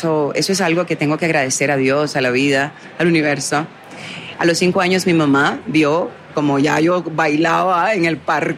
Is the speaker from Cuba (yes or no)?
yes; Guantánamo, Cuba; actué por primera vez en el Teatro Guiñol de mi ciudad natal, Guantánamo.